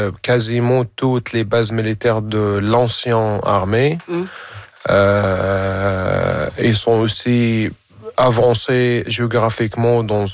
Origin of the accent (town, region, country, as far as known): Hamouria, Rif Dimashq, Syria; born or raised there; French is a second language